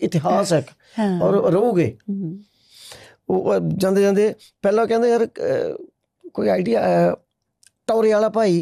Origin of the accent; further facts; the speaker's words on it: Jalal, Punjab, India; ਉਹਨਾਂ ਨੇ ਨਾਂ ਰੱਖਿਆ ਆਪਦੇ ਪਿੰਡ ਦੇ ਨਾਂ ਨਾਲ, ਸਾਡਾ ਪਿੰਡ ਜਲਾਲ ਹੈ।